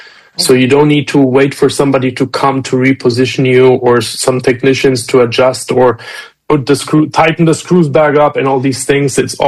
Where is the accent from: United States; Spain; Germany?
Germany; English is a second language; also born or lived in Romania; I am originally from Romania, was born in Romania, but grew up in Germany. So we moved to Germany when I was around 6-7 years old, and just did my high school there